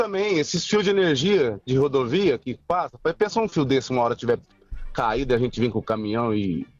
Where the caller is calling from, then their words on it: Barretos, São Paulo, Brazil; eu sou de Barretos.